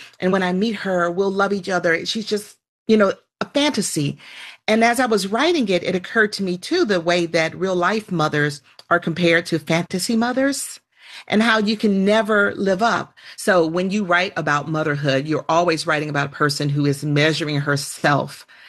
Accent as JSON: {"language": "English", "region": "the South", "country": "United States", "said": "as I stated previously, I am a Southerner."}